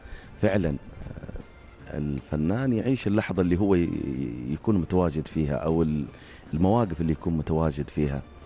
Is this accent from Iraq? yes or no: no; Tarim, Hadramawt, Yemen; also born or lived in Ash Shihr; أنا نشأت في بيئتين. نشأت أولا طفولتي من مواليد مدينة تريم الغنة، اللي هي أرض المرحوم … عليه رحمة الله. بعدها انتقلت إلى ساحل حضرموت، بالتحديد مدينة الشحر، أرض الشاعر الكبير حسين المحضار